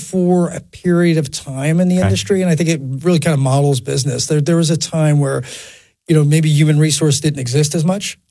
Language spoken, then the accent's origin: English; New York, United States; And I was very fortunate growing up on Long Island that there were some great restaurateurs that saw that I was a young guy that worked hard